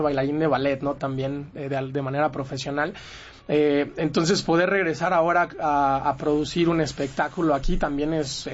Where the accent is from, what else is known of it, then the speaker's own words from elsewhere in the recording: State of Mexico, Mexico; moved away as an adult; also born or lived in Monterrey / Philadelphia / New York; now in San Diego, United States; nací, soy de la Ciudad de México, después crecí en el Estado de México, tuve oportunidad de estudiar danza en Monterrey, me ofrecieron una beca para irme a Filadelfia, luego me fui a Nueva York